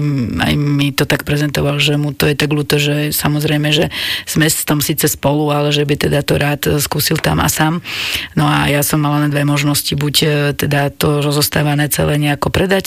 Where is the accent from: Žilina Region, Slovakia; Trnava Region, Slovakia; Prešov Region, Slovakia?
Žilina Region, Slovakia; Žilina; born there; v mestskej časti Mojšova Lúčka a ja to cítim, že tam patrím, ja som sa tam dokonca narodila v dome číslo 106, ktorý zatopili. A potom sme sa museli presťahovať do na sídlisko, do paneláka.